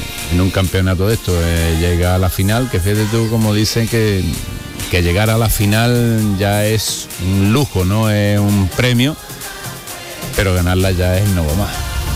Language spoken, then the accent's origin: Spanish; Spain; Como has dicho tú antes, soy español.